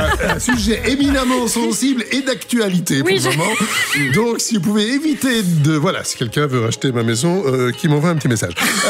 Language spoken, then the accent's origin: French; Belgium; Moi, quand j'étais petit, comme j'étais du côté de Bruxelles, de la Flandre